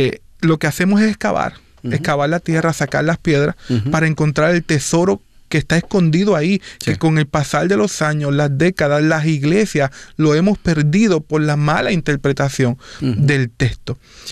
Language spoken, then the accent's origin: Spanish; Puerto Rico; Un tema que en mi país ha sido muy controversial en Puerto Rico.